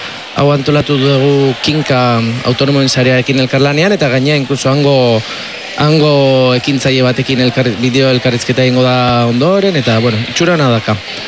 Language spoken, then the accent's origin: Basque; San Sebastián, Basque Country, Spain; Eben, ni Donostiarra naiz, eta impotentzia hondiarekin bizidet